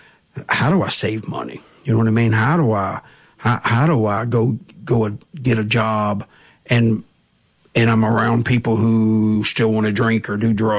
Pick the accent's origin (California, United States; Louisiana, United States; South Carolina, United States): Louisiana, United States; Sunset Acres; You know, I was born and raised. I was raised in Sunset Acres